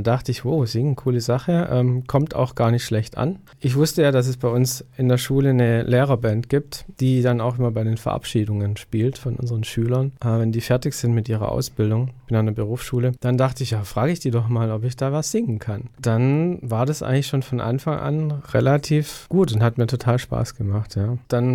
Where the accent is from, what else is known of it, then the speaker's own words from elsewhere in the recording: Baden-Württemberg, Germany; Ich komme aus Haupt am Neckar und ist in der Nähe von Stuttgart und das sind so ungefähr 800 Kilometer von hier.